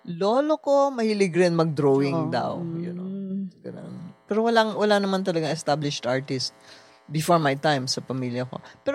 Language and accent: Tagalog; Davao City, Davao Region, Philippines; moved away as an adult; Kasi taga Davao talaga kami.